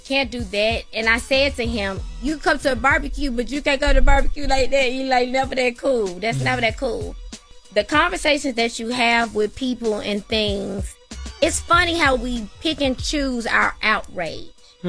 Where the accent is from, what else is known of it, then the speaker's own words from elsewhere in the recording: Tennessee, United States; I am from Tennessee.